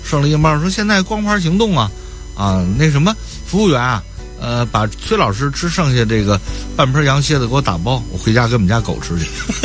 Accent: Beijing, China; 就咱们北京人说的

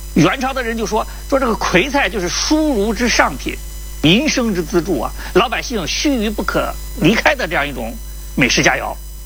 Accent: China; 我们中国人呢都熟知一句名言

